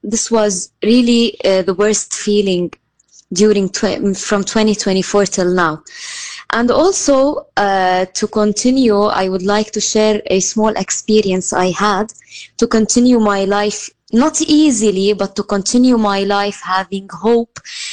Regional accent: Dibbine, Nabatieh Governorate, Lebanon; moved away as an adult; now in Beirut, Lebanon; I'm from Dibin Marjayoun, a small village in south Lebanon.

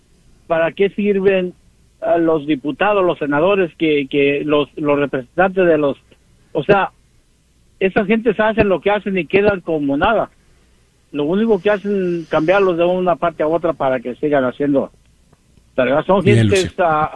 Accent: Mexico; now in United States; Somos mexicanos y nos conocemos hasta en la voz que de lo que hablamos.

